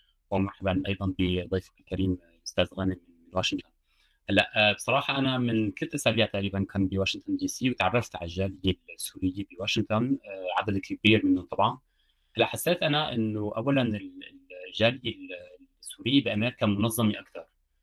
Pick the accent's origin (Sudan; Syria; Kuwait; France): France; يعني مثلا انا خلقت بفرنسا والبابا اجى على سوريا، على فرنسا من 80 وما عاد رجع على سوريا، بقى نحن اللي خلقانين بفرنسا واللي كبرنا هون ما كنا كثار